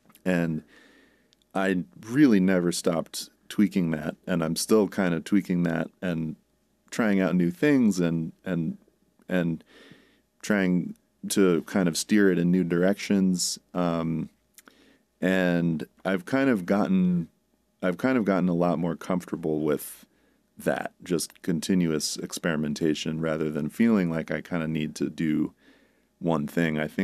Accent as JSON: {"language": "English", "town": "New York City", "region": "New York", "country": "United States", "tie": "born or raised there", "also_born_or_lived": "Manhattan", "moved": "as an adult", "lives_now": "Troy, United States"}